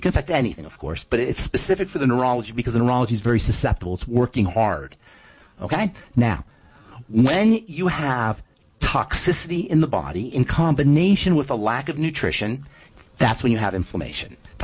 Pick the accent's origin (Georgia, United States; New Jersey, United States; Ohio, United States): New Jersey, United States; Trenton; I grew up in Trenton. I know all about Philly.